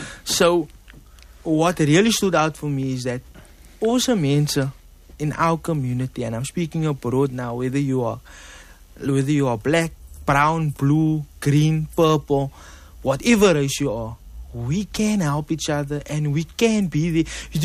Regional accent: Cape Town, Western Cape, South Africa; I'm from Mitchell's Plain, so I'm automatically a collision.

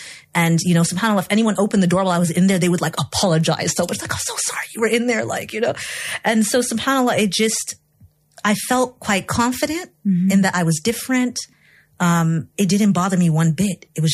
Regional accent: Egypt; moved away as an adult; also born or lived in United States; because I grew up in Egypt, this is a primarily Muslim environment that I was in. Then when I went to the U.S. for college

